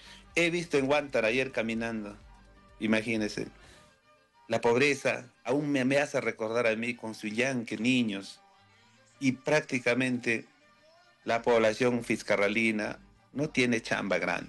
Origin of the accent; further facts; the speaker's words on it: Ancash, Peru; moved away; also born or lived in San Luis, Ancash; No soy de San Luis, soy como usted, de una comunidad tan pobre que es Maribamba, pero en San Luis me acogieron, me dieron mucho cariño, me formaron, me enseñaron a trabajar. Por eso amo mi provincia.